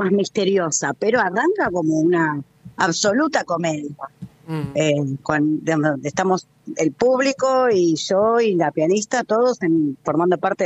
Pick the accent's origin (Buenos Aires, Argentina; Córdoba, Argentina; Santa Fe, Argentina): Buenos Aires, Argentina; yo soy de Zona